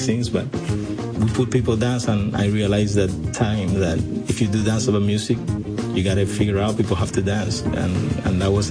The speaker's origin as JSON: {"language": "English", "region": "Pinar del Río", "country": "Cuba", "tie": "born or raised there", "said": "I came from Pinar del Rio, my hometown."}